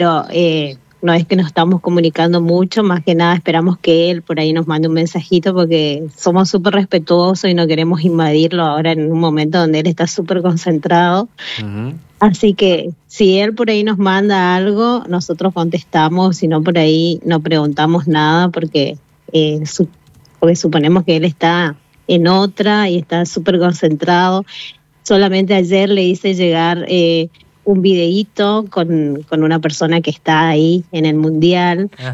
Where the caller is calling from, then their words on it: Argentina; si no sufrimos no somos argentinos